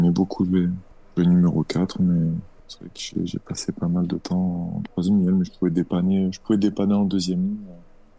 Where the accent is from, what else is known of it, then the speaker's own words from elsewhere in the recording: Le Malzieu-Ville, Occitanie, France; chez nous, au Malzieu-Ville